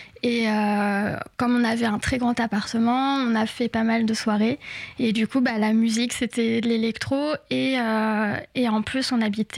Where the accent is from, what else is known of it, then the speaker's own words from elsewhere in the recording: Tours, Centre-Val de Loire, France; moved away as an adult; now in Paris, France; je viens de Tours, donc les boîtes, c'était les boîtes de province